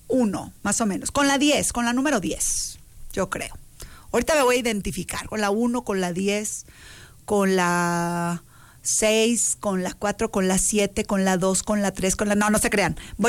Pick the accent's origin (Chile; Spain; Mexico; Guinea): Mexico; Hay otras cosas que como mexicanos nos identifican en el resto del mundo